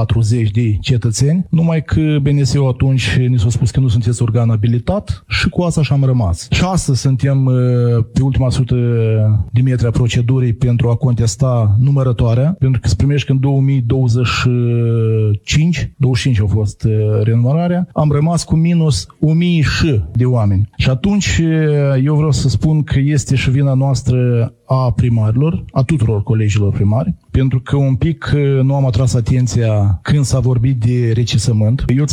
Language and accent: Romanian; Căpriana, Strășeni District, Moldova; Eu vin de la Căpriana și spun întotdeauna că acolo este centru cultural și spiritual a țării noastre. Este o localitate și astăzi spun că este cu o populație de peste 2600 de locuitori.